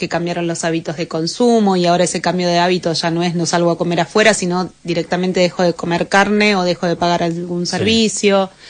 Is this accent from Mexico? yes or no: no; Argentina; todos somos argentinos